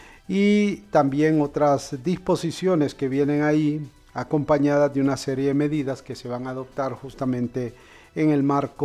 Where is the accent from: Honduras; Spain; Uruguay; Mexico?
Honduras